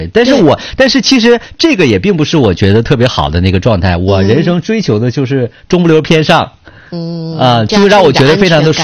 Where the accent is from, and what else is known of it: Northeast China, China